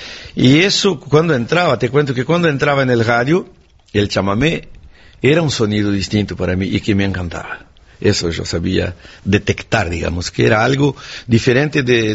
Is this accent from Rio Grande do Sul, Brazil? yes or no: yes; Santo Ângelo, Rio Grande do Sul, Brazil; born or raised there